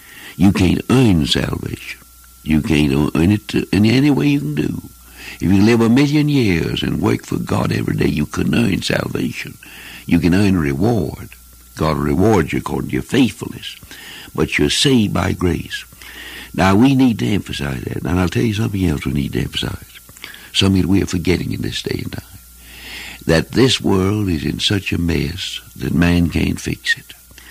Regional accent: United States; As an American citizen

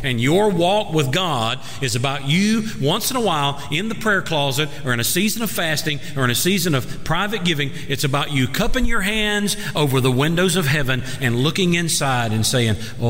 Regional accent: Colquitt, Georgia, United States; I've been back to my hometown.

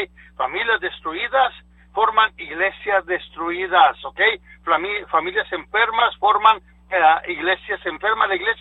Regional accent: Pennington, Texas, United States; Soy de Pennington, Texas, 806-202-1215.

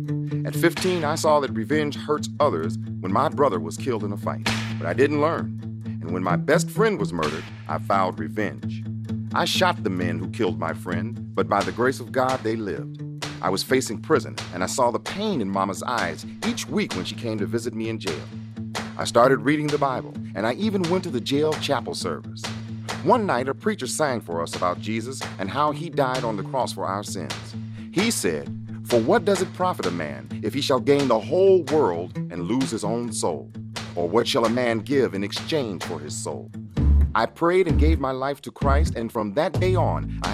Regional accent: Chicago, Illinois, United States; I grew up in Chicago, where the code of the streets is, you hurt me, and I hurt you.

